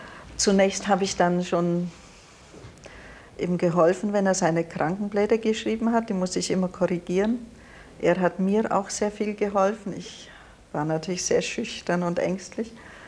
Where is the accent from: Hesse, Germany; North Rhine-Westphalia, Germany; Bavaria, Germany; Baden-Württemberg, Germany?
Bavaria, Germany; moved away as an adult; now in China; Und ich bin im Allgäu groß geworden, da gibt es so schönen Schnee.